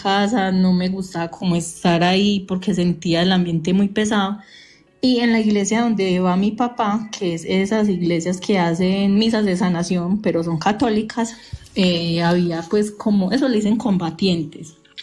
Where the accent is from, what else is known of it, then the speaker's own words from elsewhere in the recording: Medellín, Antioquia, Colombia; Yo soy de Medellín y mi mamá iba pues de viaje en moto con mi padrastro para un pueblo que se llama San Roque, Antioquia.